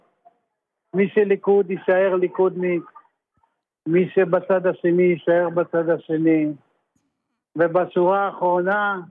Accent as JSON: {"language": "Hebrew", "town": "Tel Aviv", "region": "Tel Aviv District", "country": "Israel", "tie": "born or raised there", "said": "שהיינו וגדלנו בשכונה, בתחנה מרכזית הישנה, רחוב לבנדה, פינת התקווה"}